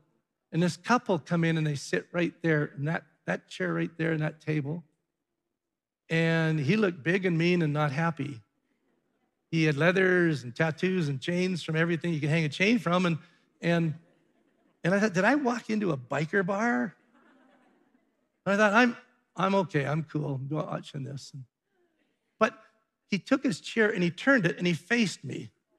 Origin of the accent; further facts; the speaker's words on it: Alberta, Canada; I'm from Alberta.